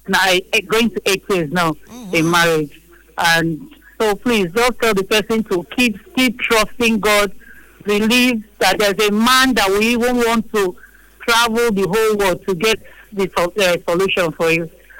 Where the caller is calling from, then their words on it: Port Harcourt, Rivers, Nigeria; Calling from Port Harcourt.